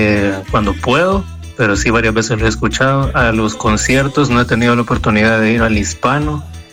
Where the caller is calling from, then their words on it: San Salvador, El Salvador; De aquí, de San Salvador.